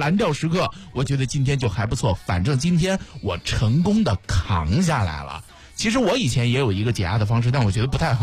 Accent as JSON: {"language": "Chinese", "country": "China", "said": "特别对于我们中国人来说"}